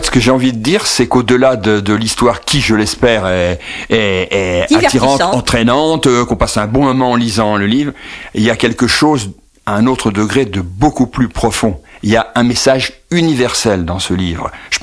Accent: Nevers, Bourgogne-Franche-Comté, France; Je suis de Nevers de Cise

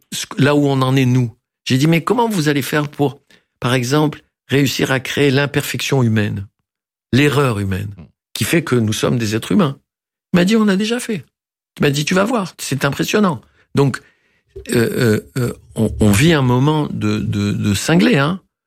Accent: Tunisia; born there; moved away; je déclarerai toujours mon amour à la Tunisie. Toujours. Quel que soit l'état de mon pays. C'est ma terre natale.

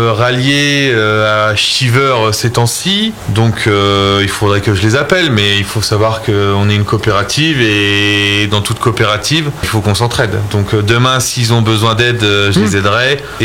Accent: Reims, Grand Est, France; ben moi je viens de Reims

